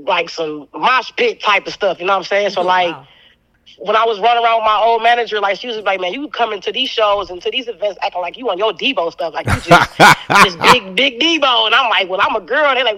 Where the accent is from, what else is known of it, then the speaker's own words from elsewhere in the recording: Cleveland, Ohio, United States; Because I'm from Cleveland, Ohio, you know what I'm saying? So I do a lot of shows here.